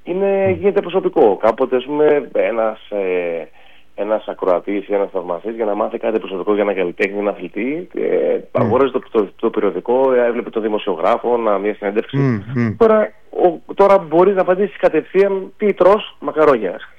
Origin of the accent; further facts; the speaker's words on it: Patras, Western Greece, Greece; όπως είμαστε τυχεροί ως πατρινός και εγώ να έχουμε αυτό το χώρο στην πόλη μας